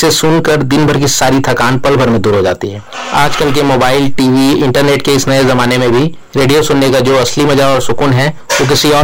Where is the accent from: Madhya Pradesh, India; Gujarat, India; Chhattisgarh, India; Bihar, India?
Chhattisgarh, India; Raigarh; मैं रायगढ़ का रहने वाला हूं